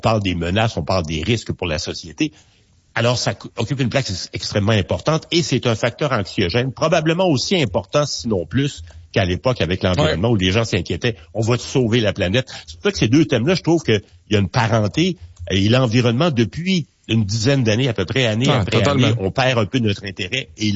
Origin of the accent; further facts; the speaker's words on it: Quebec, Canada; chez nous au Québec